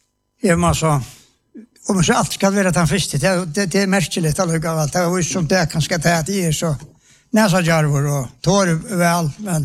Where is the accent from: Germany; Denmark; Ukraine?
Ukraine; now in Norway; at det var en natt hver vi bør oss hjemme i Ukraina